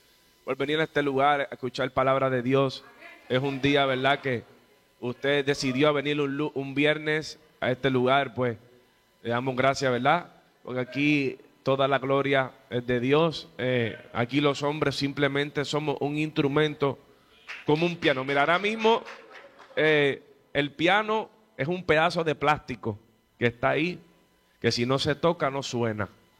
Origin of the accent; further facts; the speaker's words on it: Puerto Rico; Bueno, yo soy americano. El boricua también somos americanos.